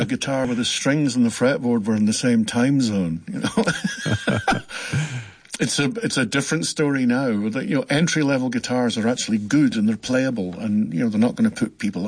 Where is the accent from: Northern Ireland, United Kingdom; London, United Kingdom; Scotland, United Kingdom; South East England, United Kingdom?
Scotland, United Kingdom; Paisley; now in Ontario, Canada; I grew up in Paisley, in the west of Scotland. The big town. It's kind of famous for being the biggest town in the UK that isn't a city.